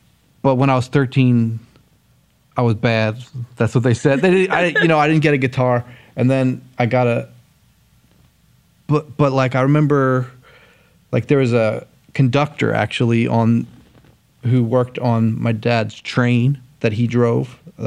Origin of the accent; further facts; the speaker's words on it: Lansdowne, Pennsylvania, United States; I grew up in Lansdowne, actually.